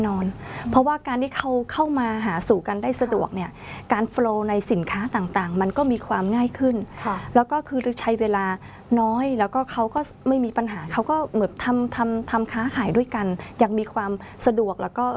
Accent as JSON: {"language": "Thai", "country": "Cambodia", "second_language": "Thai", "said": "เราก็เป็นคนกัมพูชาเราก็อยากใช้ความสามารถของเราเนี่ยทำอย่างไรในหน้าที่ของเราเป็นนักการทูต"}